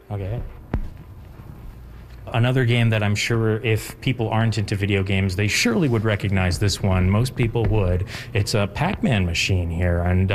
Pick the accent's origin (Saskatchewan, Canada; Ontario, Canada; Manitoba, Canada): Saskatchewan, Canada; For me, when I was growing up in Saskatchewan as a boy, I'd often go see my grandmother in Pelican Narrow, Saskatchewan. So we'd drive from Prince Albert, and it would be a four-hour drive.